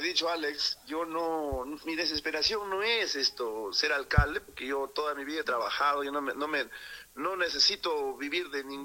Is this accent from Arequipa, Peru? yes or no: no; Parcoy, La Libertad, Peru; yo el único interés que tengo acá en Parcoy es trabajar para mi pueblo.